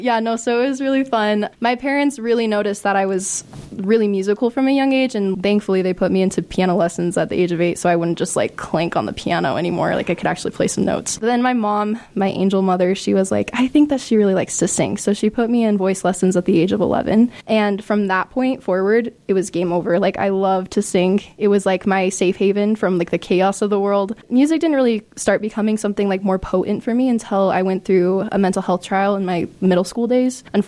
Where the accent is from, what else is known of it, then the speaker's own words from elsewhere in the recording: West Jordan, Utah, United States; I was born and raised in West Jordan, Utah.